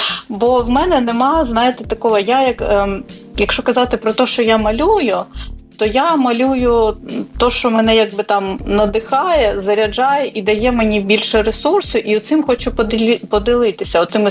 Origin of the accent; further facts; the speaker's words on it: Kharkiv, Kharkiv Oblast, Ukraine; оскільки я сама з Харкова